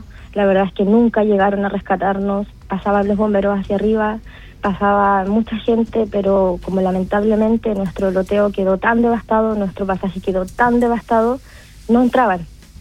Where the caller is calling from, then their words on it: Chile; ser la voz de mis vecinos y de toda la gente que estamos afectada acá en Cruz de Caña